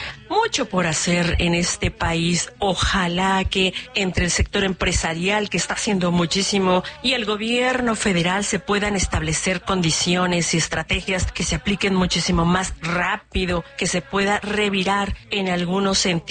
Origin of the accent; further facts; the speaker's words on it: Mexico; Y nosotros, como mexicanos de a pie